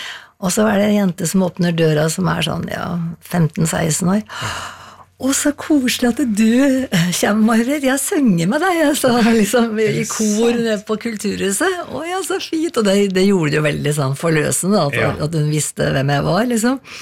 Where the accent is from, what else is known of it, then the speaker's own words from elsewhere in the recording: Skreia, Innlandet, Norway; now in Asker, Norway; Det er liksom Toten, altså Skreia, er liksom det er der jeg vokste opp, ikke sant? Så det er liksom røttene mine. Og så har jeg bodd nå i Asker, mye lenger da.